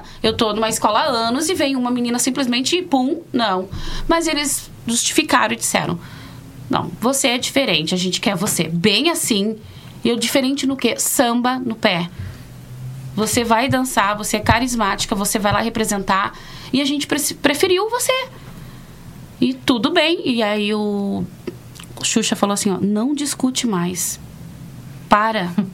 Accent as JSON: {"language": "Portuguese", "region": "Rio Grande do Sul", "country": "Brazil", "said": "gaúcha, sou do Rio Grande do Sul"}